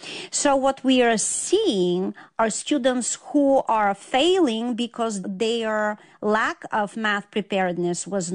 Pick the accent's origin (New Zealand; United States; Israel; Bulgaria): Bulgaria; specifically in my home country, Bulgaria.